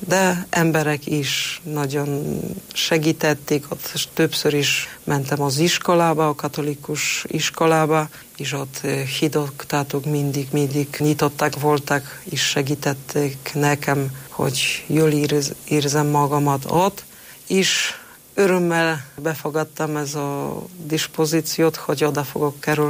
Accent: Poland; Hungarian is a second language; now in Hungary; itt Magyarországon, amikor valaki hallja, hogy lengyel vagyok, akkor látom, hogy nagy-nagy örömmel is, nyitott szívvel befogadják minket, lengyeleket.

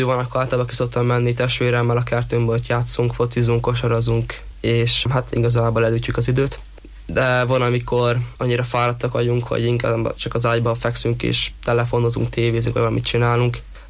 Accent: Hungary

